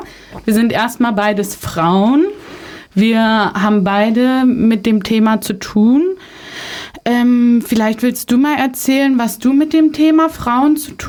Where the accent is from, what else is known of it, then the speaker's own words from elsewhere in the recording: Eschwege, Hesse, Germany; ich komme aus Eschwege und ich sitze hier mit Helga.